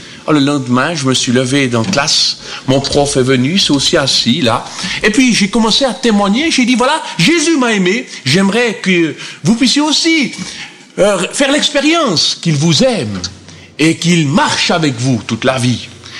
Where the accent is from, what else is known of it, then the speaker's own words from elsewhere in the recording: Cortaillod, Neuchâtel, Switzerland; J'ai été élevé en Suisse romande, à Cortaillot, près de Neuchâtel. Mon père vient d'Allemagne, il est depuis 50 ans en Suisse. Ma mère vient de Suisse allemande, j'ai donc été élevé bilingue.